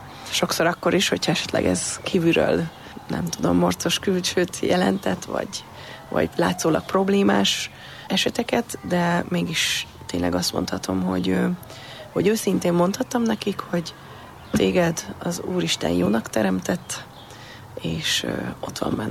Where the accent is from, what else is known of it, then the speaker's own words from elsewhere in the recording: Máriaremete, Budapest, Hungary; Mert Májra Remetén nőttem föl